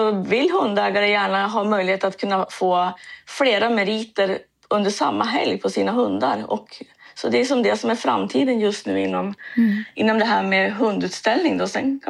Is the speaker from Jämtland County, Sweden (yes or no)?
yes; Svenstavik, Jämtland County, Sweden; Jag är själv uppvuxen i Bergs kommun och gått i skola där i Svenstavik.